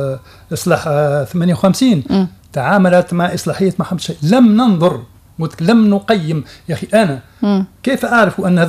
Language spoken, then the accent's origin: Arabic; Tunisia; ثقافتي أنا كتونسي